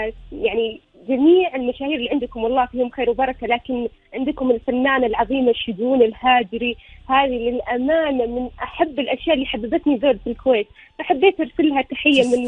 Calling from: Eastern Province, Saudi Arabia; أنا صراحة من الشرقية

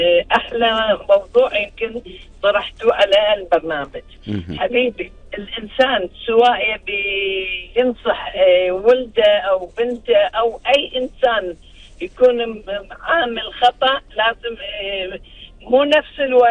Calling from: Kuwait; لديرتنا الحبيبة الكويت.

